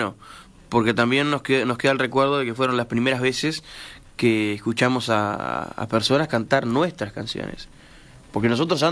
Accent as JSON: {"language": "Spanish", "area": "Mendoza", "region": "Florida", "country": "Uruguay", "said": "soy de Mendoza"}